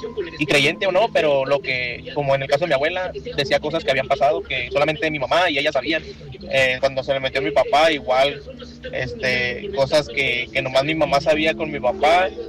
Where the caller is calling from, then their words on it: Sonora, Mexico; Nosotros somos de Sonora.